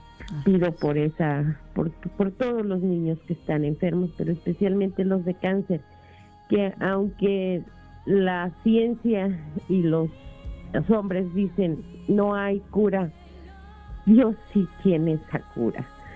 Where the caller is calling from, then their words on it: Harlingen, Texas, United States; de Harlingen, Texas.